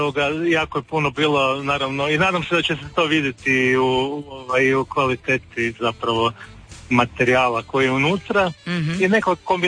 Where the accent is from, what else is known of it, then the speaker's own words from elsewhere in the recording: Zagreb, City of Zagreb, Croatia; Ja sam iz Zagreba